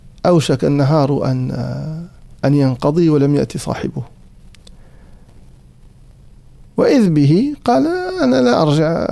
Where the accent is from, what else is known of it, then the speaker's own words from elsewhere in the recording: Sfax Governorate, Tunisia; عندنا في صفاقس